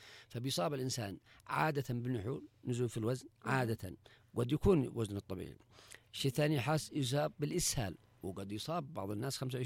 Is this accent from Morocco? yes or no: no; Yemen; عندنا في اليمن